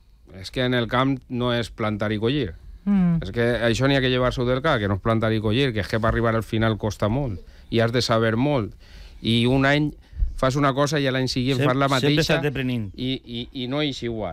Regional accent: Meliana, Valencian Community, Spain; Jo que sóc de Meliana

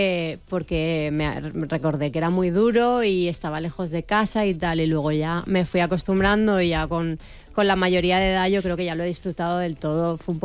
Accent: Valencia, Valencian Community, Spain; las que somos españolas somos de Valencia.

